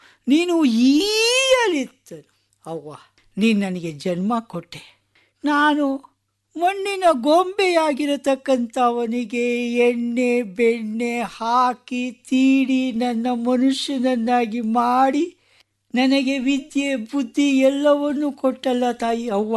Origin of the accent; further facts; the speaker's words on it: Bengaluru, Karnataka, India; ನಾನು ಬೆಂಗಳೂರಿನವನು